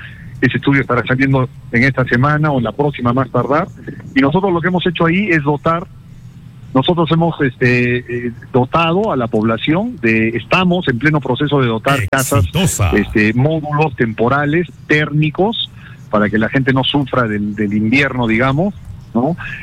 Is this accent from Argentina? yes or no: no; Peru; nosotros como peruanos